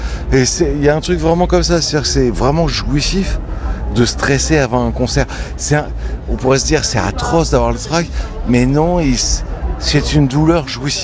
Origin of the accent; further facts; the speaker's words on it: France; une espèce de bande de mecs qui voulaient conquérir le monde et, en se disant on est français certes, mais ça peut éventuellement marcher dans le monde entier.